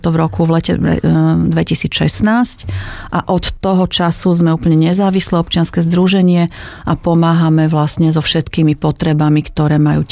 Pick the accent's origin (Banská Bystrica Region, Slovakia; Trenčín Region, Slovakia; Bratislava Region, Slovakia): Bratislava Region, Slovakia; Bratislava; Áno, pochádzam z Bratislavy a som vyslovene mestský typ.